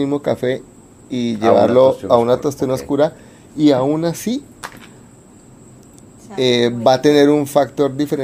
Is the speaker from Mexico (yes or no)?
no; Colombia; nosotros defendemos obviamente porque somos colombianos